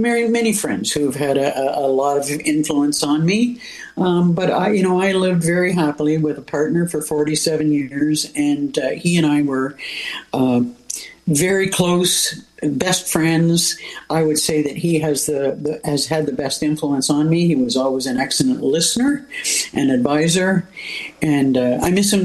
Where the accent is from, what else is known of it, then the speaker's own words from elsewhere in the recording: Burlington, Ontario, Canada; also born or lived in Northwest Territories; Well, I grew up in Burlington, Ontario, but my husband was from Halliburton County.